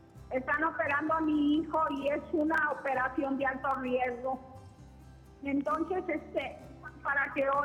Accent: Guanajuato, Mexico; Sí, soy de Guanajuato, Guanajuato.

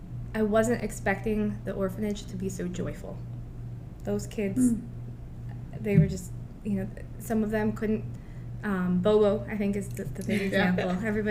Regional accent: Cleveland, Ohio, United States; now in Champaign, United States; I'm originally from Cleveland, Ohio. I moved here in 2010, started working at Christie.

